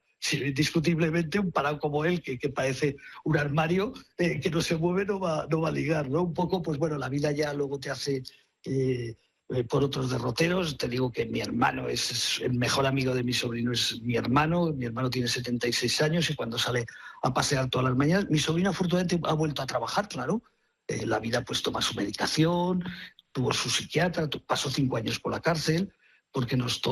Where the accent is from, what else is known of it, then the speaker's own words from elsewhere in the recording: Caspe, Aragon, Spain; moved away; Esto lo cuento porque no estamos en la emisora de Caspe, si fuera en mi pueblo no lo diría